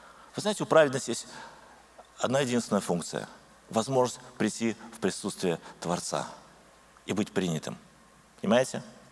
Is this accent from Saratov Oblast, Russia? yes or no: yes; Saratov Oblast, Russia; я из Саратовской области